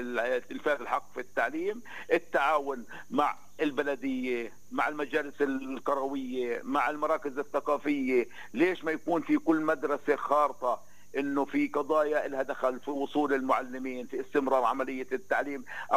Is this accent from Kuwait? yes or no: no; Palestine; احنا دائما كفلسطينيين